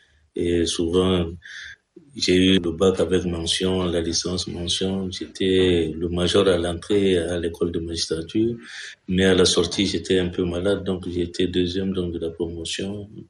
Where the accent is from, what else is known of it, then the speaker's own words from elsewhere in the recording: Chad; j'ai fait toute mon enfance à Bangor. J'ai pratiquement grandi donc à Bangor. J'ai fait donc mon parcours scolaire également donc à Bangor.